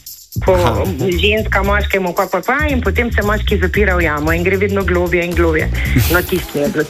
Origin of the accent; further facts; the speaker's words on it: Dobrna, Savinja, Slovenia; Jaz sem iz Dobrne.